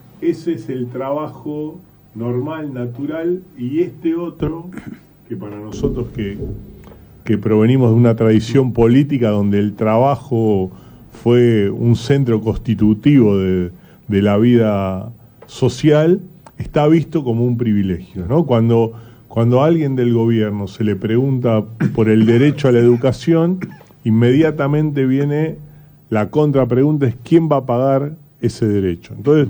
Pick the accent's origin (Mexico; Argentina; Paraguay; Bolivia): Argentina; Buenos Aires Province; como argentinos, como bonaerenses y en nuestro caso particular como peronistas